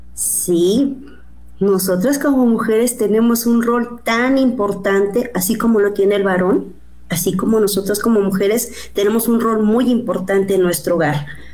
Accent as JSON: {"language": "Spanish", "region": "Chiapas", "country": "Mexico", "said": "vengo de Chiapas"}